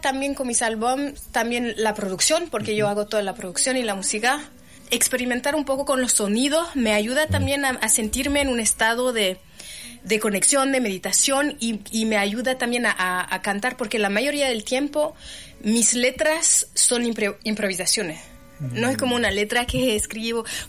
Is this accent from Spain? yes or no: no; Switzerland; born there; Spanish is a second language; yo soy también de Suiza.